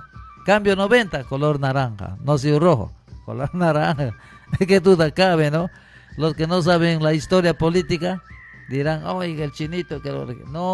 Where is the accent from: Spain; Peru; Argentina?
Peru